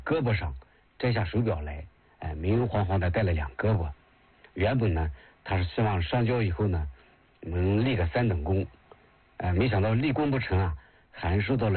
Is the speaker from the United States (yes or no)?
no; China; 我们中国人在异国他乡的土地上耗时如此之久